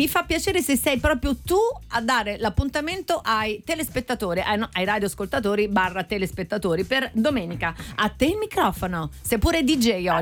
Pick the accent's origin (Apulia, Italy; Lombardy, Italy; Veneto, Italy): Veneto, Italy; Mestre; moved away; Io sono di Mestre, sono mestrina.